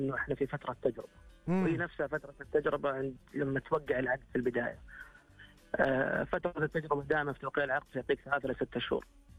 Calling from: Khobar, Eastern Province, Saudi Arabia

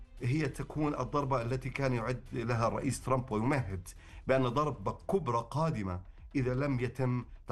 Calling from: Amman, Amman Governorate, Jordan; أنا أنضم إليكم من عمان اليوم.

